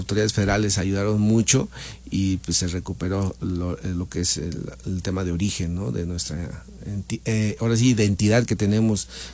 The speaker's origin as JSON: {"language": "Spanish", "town": "Paracho", "region": "Michoacán", "country": "Mexico", "tie": "born or raised there", "said": "Yo soy originario de la meseta Purépecha."}